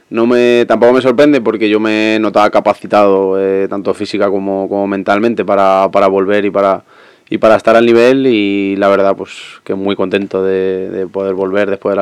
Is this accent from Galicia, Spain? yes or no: no; Quintanas Rubias de Abajo, Castile and León, Spain; Mi pueblo, Quinta Rubias de Abajo.